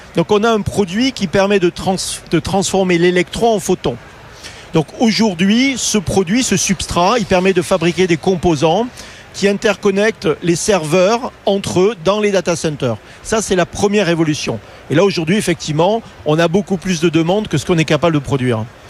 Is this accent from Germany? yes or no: no; France; c'est pas parce que je suis français que je le dis